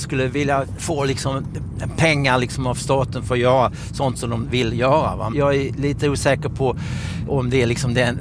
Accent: Ängelholm, Skåne, Sweden; also born or lived in Helsingborg; Om vi tar då mig då, som jag är skåning som växte och född i Helsingborg. Borg växte upp i Ängelholm.

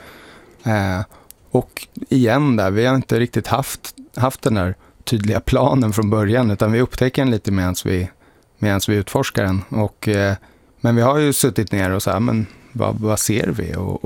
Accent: Stockholm, Stockholm County, Sweden; born there; Vi är födda i Stockholm hela gänget och verkar och bor här.

